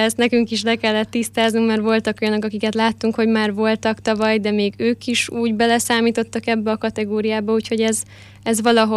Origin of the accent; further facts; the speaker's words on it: Tolna, Hungary; also born or lived in Bonyhád / Szekszárd; now in Pécs, Hungary; Most azért Bonyhádot mondtam, mert az utóbbi időben oda köthető a legtöbb dolog. De Szekszárdi is vagyok, a szüleim még korábban elváltak, és akkor így heti váltásban éltem mindkét helyen.